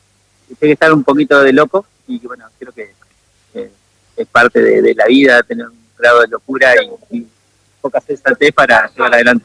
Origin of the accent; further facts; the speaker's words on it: Viale, Entre Ríos, Argentina; born there; yo tenía acá a 50 kilómetros, donde nací en Viale, tengo ciclo 2